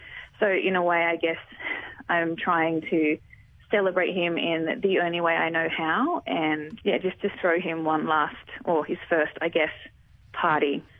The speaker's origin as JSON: {"language": "English", "town": "Sydney", "region": "New South Wales", "country": "Australia", "tie": "born or raised there", "moved": "as an adult", "lives_now": "Robertson, Australia", "said": "Growing up in Sydney and in Western Sydney"}